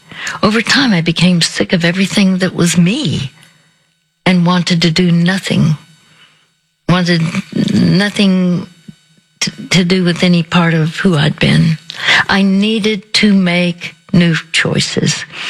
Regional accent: Dallas, Texas, United States; before finally moving back to my hometown. That was Dallas.

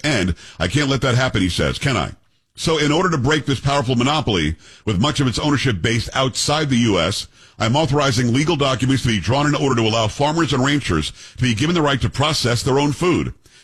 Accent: Florida, United States; Now, when I grew up in South Florida, we had a next-door neighbor

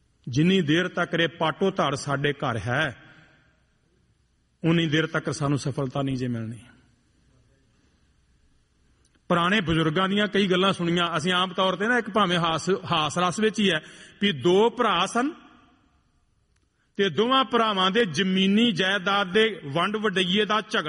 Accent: Punjab, India; moved away; ਅਸੀਂ ਉਸ ਇਲਾਕੇ ਦੇ ਹਾਂ ਜਿਨ੍ਹਾਂ ਇਲਾਕਿਆਂ ਵਾਸਤੇ ਤੁਹਾਡੇ ਕੰਨੀ ਇਹ ਕਹਾਵਤਾਂ ਪਈਆਂ ਨੇ ਵੀ 20-20 ਸਾਲ ਉਹਨਾਂ ਪਿੰਡਾਂ ਚੋਂ ਬਰਾਤਾਂ ਨਹੀਂ ਚੜੀਆਂ

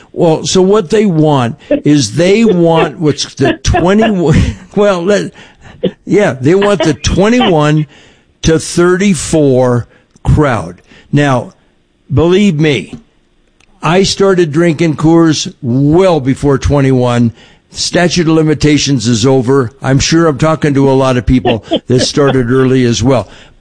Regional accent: California, United States; Well, I think in California growing up, we were one of the places they could get it.

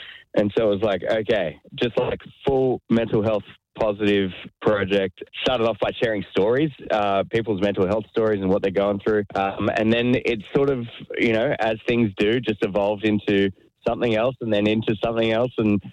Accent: Canberra, Australian Capital Territory, Australia; growing up in Canberra, like, you know, we all suffer, you know, through those cold winters and social isolation.

